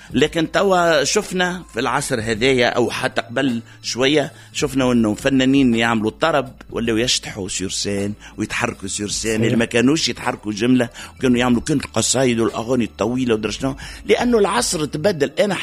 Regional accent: Tunis, Tunis Governorate, Tunisia; تربيت كل عشنا في بلاجون دارك في كمال التاتيوخ، سكنت كمال التاتيوخ، قريت رود ليلين في البريمير ومن بعد باب الخضره في السكوندير

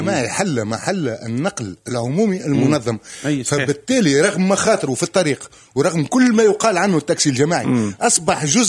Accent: Tunisia; باش يولي عندنا في تونس التطبيقه هي نشاط قانوني

